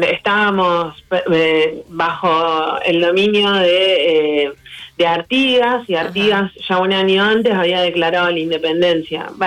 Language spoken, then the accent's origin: Spanish; Santa Fe, Argentina